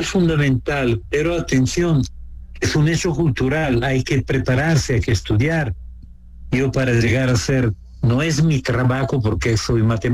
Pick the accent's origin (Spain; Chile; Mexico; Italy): Italy; Spanish is a second language; pero yo soy italiano y te pido de perdonarme.